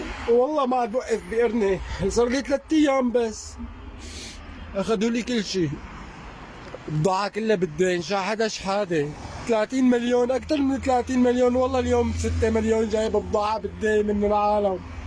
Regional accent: Egypt; انا مواطن مصري، ما لي علاقة لا بالنظام ولا لي علاقة بهدول ولا بهدنك ولا بحدا.

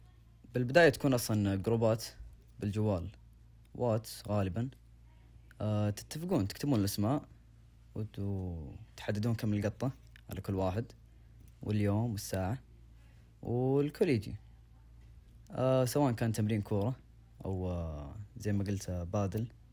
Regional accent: Dammam, Eastern Province, Saudi Arabia; مثلا عندنا في الدمام يمكن ما توفق بنثبت البحر

